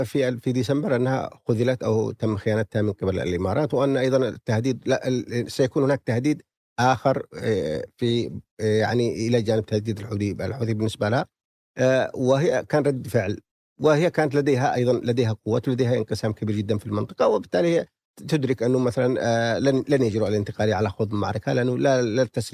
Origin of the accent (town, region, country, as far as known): Yemen